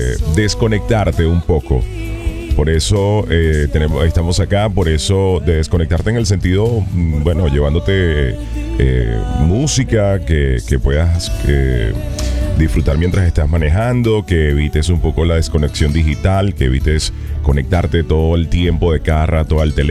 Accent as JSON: {"language": "Spanish", "country": "Venezuela", "said": "Somos venezolanos, nos une una tierra"}